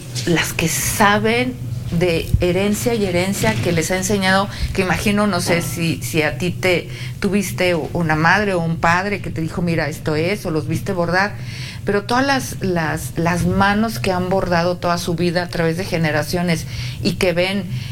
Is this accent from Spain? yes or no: no; Mexico; Y dices, ay, espérame, pues, soy mexicana.